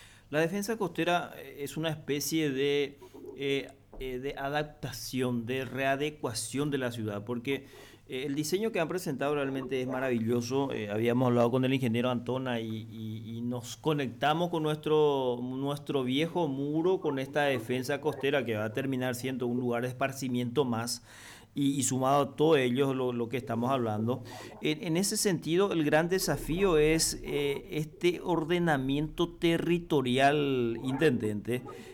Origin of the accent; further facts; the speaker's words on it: Pilar, Ñeembucú, Paraguay; los que somos acá de Pilar